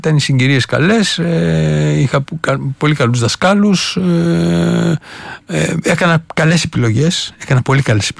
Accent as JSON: {"language": "Greek", "country": "Greece", "said": "στην πατρίδα μου"}